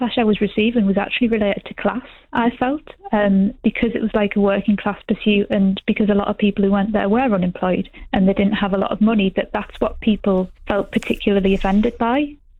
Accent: Middlesbrough, North East England, United Kingdom; I'm from Middlesbrough born and bred. But I grew up in Acklam, which, you know, when people say, oh, you're from Acklam, you're dead posh, you.

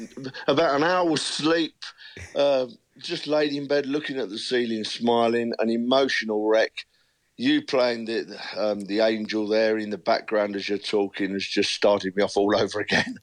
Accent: London, United Kingdom; moved away as an adult; I live outside London now, so I was born and raised in North London, but I'm outside London now

